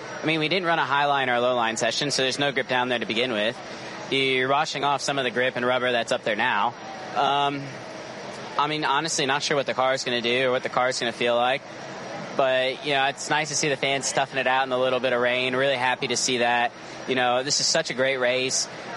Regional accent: Woodbury, Connecticut, United States; growing up in Connecticut, there are so many good roads to choose from. I mean, you just take off any side street, especially where I lived in Woodbury.

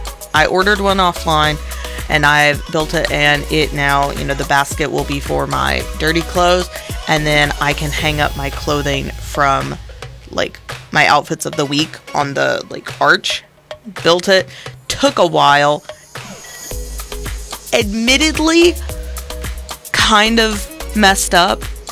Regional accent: Muhlenberg County, Kentucky, United States; But I'm from Muhlenberg County

